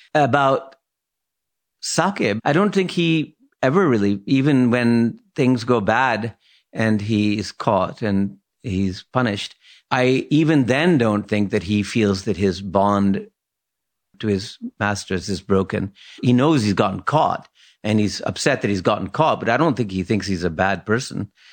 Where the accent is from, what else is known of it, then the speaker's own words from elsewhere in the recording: Lahore, Punjab, Pakistan; English is a second language; I was brought up in Lahore, and we had these, you know, wonderful old, you know, they're called servants, I guess.